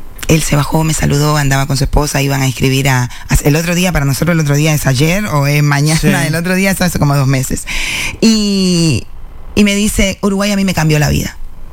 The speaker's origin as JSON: {"language": "Spanish", "country": "Cuba", "tie": "born there", "moved": "yes", "said": "me encantaría poder que mi hijo pudiera ir a donde yo nací y caminar y tocar la tierra y decir, estoy en libertad. No solo por mí. Porque de alguna manera yo vivo en un país libre. Y tengo toda la obligación y todo el compromiso de que Cuba lo sea."}